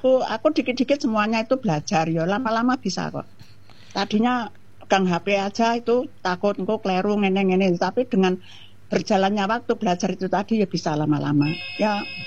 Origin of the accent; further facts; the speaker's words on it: Surabaya, East Java, Indonesia; aku waktu kecil di Surabaya